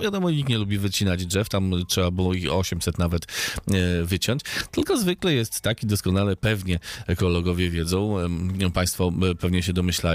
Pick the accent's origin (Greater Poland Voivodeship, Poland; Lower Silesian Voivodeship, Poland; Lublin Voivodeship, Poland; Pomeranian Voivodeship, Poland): Lower Silesian Voivodeship, Poland; Wrocław